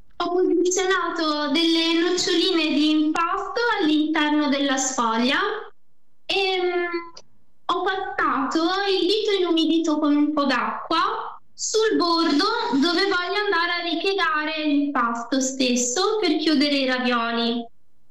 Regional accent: Marche, Italy; now in Milan, Italy; io sono marchigiana di origine anche se vivo da tanti anni a Milano

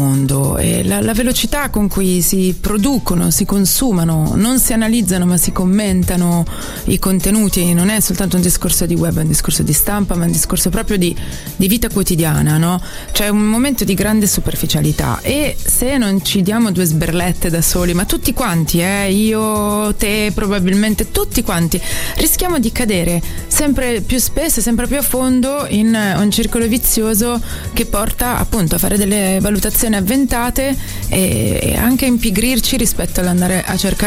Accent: Lombardy, Italy; poi siamo lombardi

